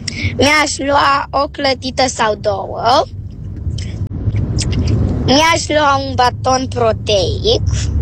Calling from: Bucharest, Romania; din București.

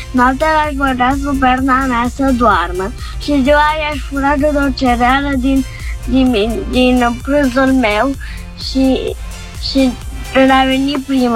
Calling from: Romania; am 7 ani, sunt din Valea de Munte

